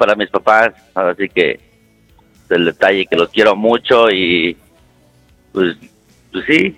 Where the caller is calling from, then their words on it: Atotonilco de Tula, Hidalgo, Mexico; ahorita soy de Atotonilco, de Tula, pero ahorita voy para Aguascalientes.